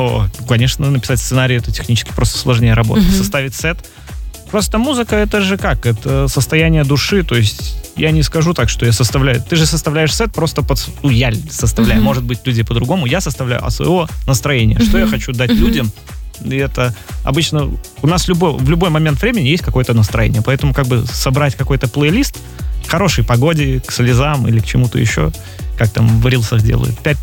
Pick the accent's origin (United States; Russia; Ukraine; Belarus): Belarus; Liozna, Vitebsk Region; now in Minsk, Belarus; я сам вообще из Лиозна, это возле Витебска.